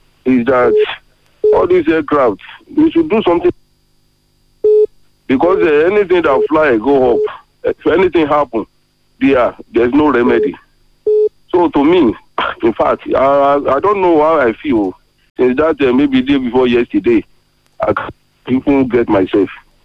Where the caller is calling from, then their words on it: Ifo, Ogun, Nigeria; I'm calling from Ifo.